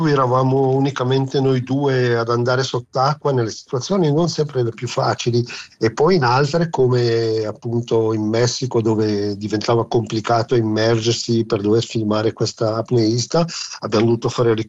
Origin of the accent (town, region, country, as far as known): Ticino, Switzerland